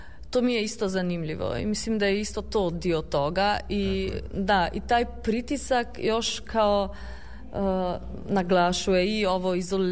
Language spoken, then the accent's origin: Croatian; Slovenia; kod nas u Sloveniji